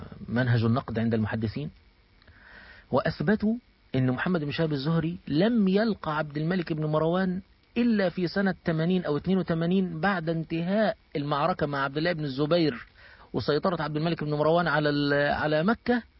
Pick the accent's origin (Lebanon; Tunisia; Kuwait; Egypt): Egypt; أنا كمصري